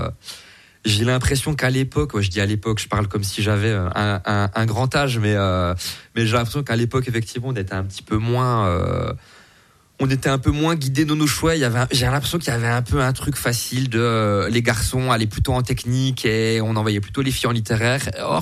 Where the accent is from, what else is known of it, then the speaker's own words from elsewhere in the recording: Bourgogne-Franche-Comté, France; moved away as an adult; also born or lived in Dole; now in Besançon, France; je suis né à Besançon, voilà. Et puis j'ai grandi pas très loin dans le Jura. Et puis je suis revenu il y a un moment. Donc oui, 100% de Besançon